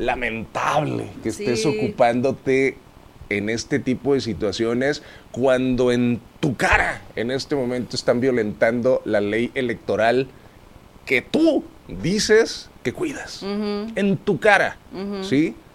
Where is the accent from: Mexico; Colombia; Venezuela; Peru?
Mexico; me siento como un mexicano representado en este asunto.